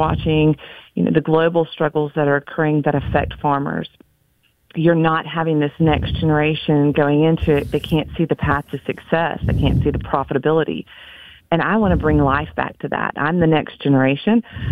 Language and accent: English; Alabama, United States; I'm from Baldwin County, Alabama